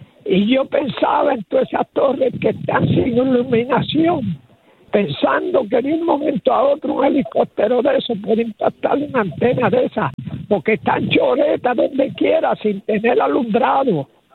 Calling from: Bayamón, Puerto Rico; de Bayamón.

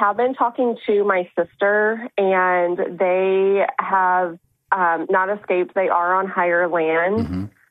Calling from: Hillsboro, Missouri, United States; I'm removed from it. I'm in Hillsboro, Missouri.

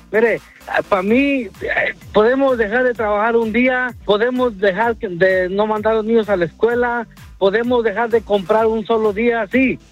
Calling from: Los Angeles, California, United States; estamos aquí en Los Ángeles.

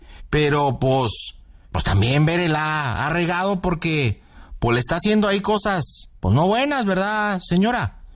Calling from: Hidalgo, Mexico; Soy hermano de Vicente, le estoy hablando acá de Hidalgo.

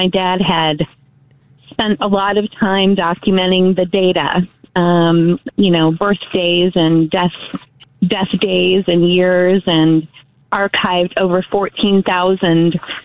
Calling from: Naperville, Illinois, United States; I'm calling from Naperville.

